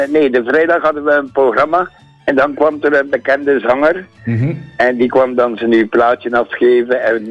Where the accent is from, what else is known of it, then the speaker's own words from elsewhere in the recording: Flanders, Belgium; Ja, ik ben van West-Vlaanderen, hè.